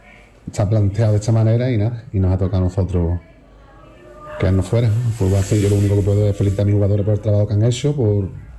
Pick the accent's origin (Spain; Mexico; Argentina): Spain; Jerez, Andalusia; me he sentido querido aquí en mi club, en mi tierra, y nada, me jode no haber podido seguir a la eliminatoria e intentar ascender con el club de mi ciudad, pero bueno, el fútbol tiene estas cosas. Estoy seguro que Jerez